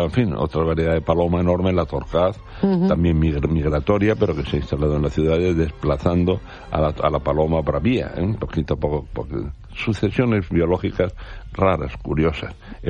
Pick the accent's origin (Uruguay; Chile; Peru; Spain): Spain